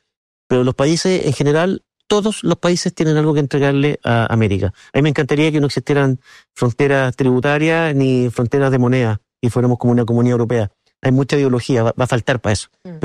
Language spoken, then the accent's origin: Spanish; Chile; y después me miraba el ombligo nomás, como buen chileno, que el resto no existían